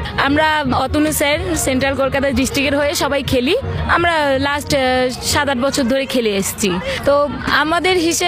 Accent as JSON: {"language": "Bangla", "town": "Jalpaiguri", "region": "West Bengal", "country": "India", "said": "আর বাকি এখানে আছে জলপাইগুড়ি, যেটা আমার হোম টিম, আমি অ্যাকচুয়ালি জলপাইগুড়ির মেয়ে।"}